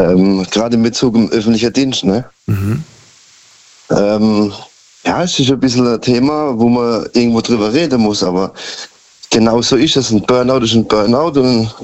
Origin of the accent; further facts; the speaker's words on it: Karlsruhe, Baden-Württemberg, Germany; Ich komme aus Karlsruhe.